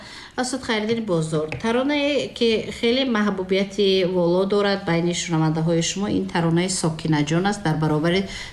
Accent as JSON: {"language": "Persian", "country": "Tajikistan", "said": "اگر شما مرا پرسانید که از کجا باشد، من از تاجیکستانم."}